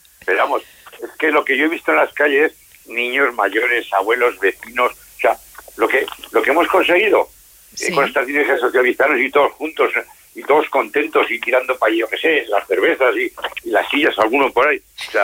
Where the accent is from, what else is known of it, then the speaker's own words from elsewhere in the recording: Spain; Los españoles estamos súper alegres.